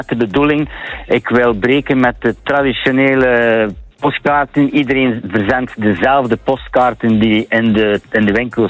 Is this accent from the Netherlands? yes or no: no; Bruges, Flanders, Belgium; ik ben een Bruggeling